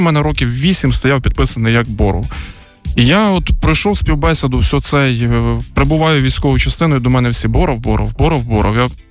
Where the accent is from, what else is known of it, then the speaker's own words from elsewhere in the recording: Lviv Oblast, Ukraine; я з Львівської області